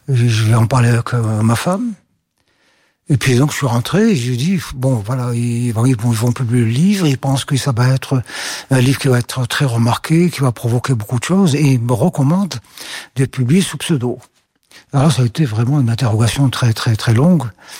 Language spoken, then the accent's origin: French; Algeria; je vis en Algérie.